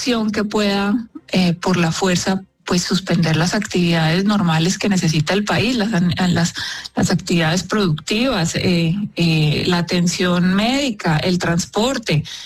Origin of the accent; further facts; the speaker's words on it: Colombia; nosotros mismos como colombianos